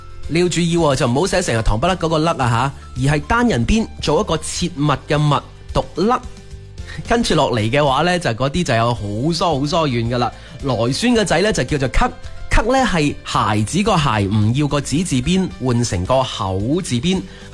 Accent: Guangdong, China

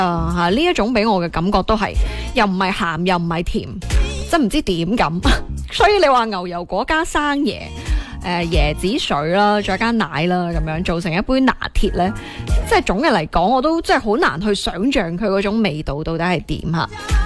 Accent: Guangdong, China; 我哋广东人

